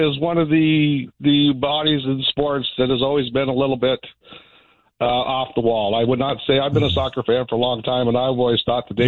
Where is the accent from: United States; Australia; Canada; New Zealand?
Canada; I'm a Canadian